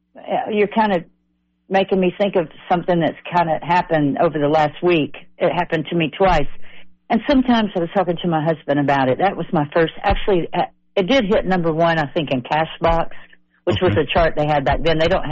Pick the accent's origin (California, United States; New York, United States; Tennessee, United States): Tennessee, United States; Nashville; I feel like if I learned something from my father and all the people that I grew up around in Nashville, Tennessee, was you got to have a great song.